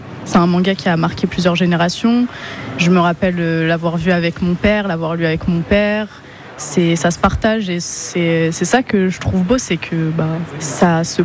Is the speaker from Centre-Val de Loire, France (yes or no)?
yes; Tours, Centre-Val de Loire, France; je suis de Tours.